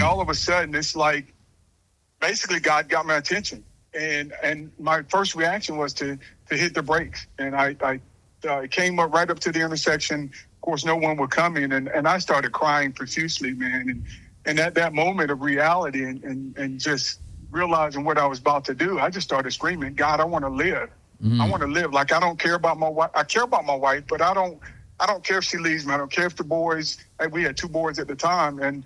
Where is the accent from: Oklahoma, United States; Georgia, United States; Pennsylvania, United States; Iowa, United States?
Georgia, United States; Vidalia; But we only have it in South Georgia. I'm from Georgia. Place called Vidalia, yeah, Sweet Onions.